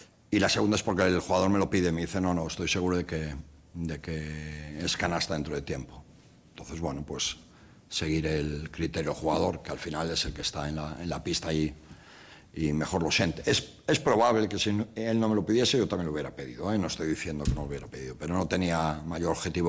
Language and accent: Spanish; Galicia, Spain; yo soy gallego